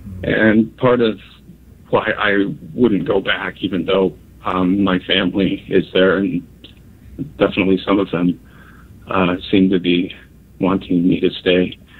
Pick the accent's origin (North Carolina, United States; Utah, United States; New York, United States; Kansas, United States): Utah, United States; moved away; I was in Utah recently. I'm from Utah. In fact, the reason I moved out was largely because of pollution inversion patterns